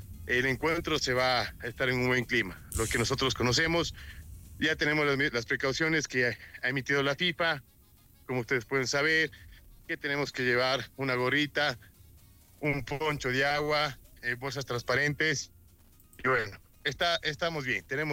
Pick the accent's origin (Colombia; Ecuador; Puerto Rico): Ecuador; now in Mexico City, Mexico; nosotros como ecuatorianos